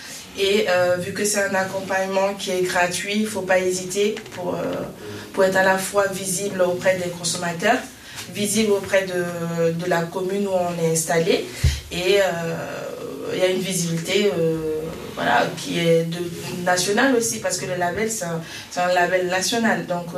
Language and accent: French; Voves, Centre-Val de Loire, France; je suis de l'Eure-et-Loire, plutôt à Voves, mais je travaille à Chartres.